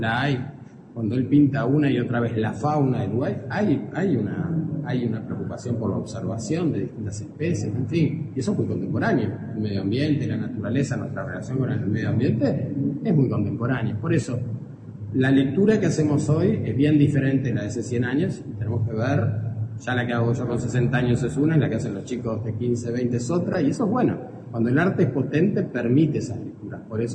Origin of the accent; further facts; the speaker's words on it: Montevideo, Uruguay; yo soy de Montevideo